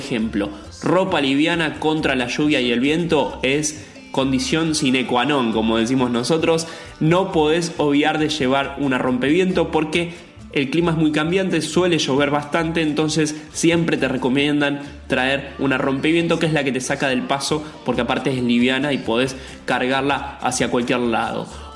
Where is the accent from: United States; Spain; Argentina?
Argentina; El Calafate forma parte del sur de nuestra Argentina, de la Patagonia.